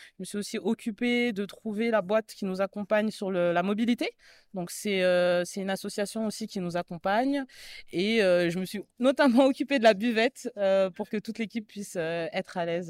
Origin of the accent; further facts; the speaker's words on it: Paris, Île-de-France, France; Nous, on vient de Paris à la base.